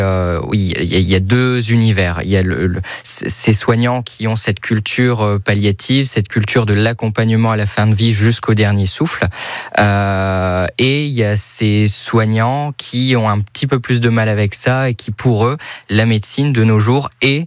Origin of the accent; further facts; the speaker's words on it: Dechy, Hauts-de-France, France; born there; Alors je suis né à Dechy, dans le Douaisis du coup.